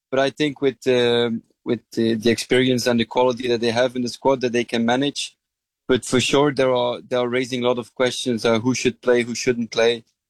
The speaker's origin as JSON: {"language": "English", "country": "Belgium", "said": "But still, the love for my home country is also there. So I always say I would love if Belgium won"}